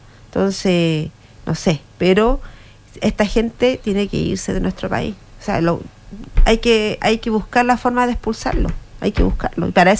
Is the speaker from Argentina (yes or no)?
no; Chile; a uno como chileno